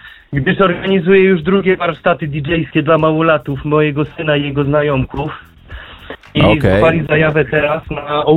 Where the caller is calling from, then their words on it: Leipzig, Saxony, Germany; dzwonię teraz z Lipska w ogóle, Niemiec.